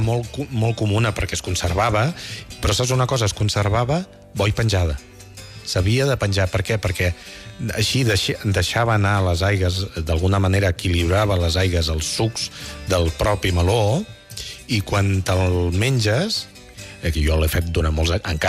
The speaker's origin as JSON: {"language": "Catalan", "region": "Catalonia", "country": "Spain", "tie": "born or raised there", "said": "Jo, d'on soc jo originari, al Vallès"}